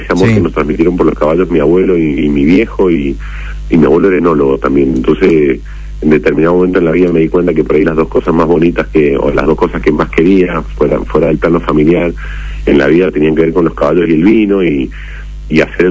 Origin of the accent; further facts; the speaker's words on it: Mendoza, Argentina; nosotros que somos mendocinos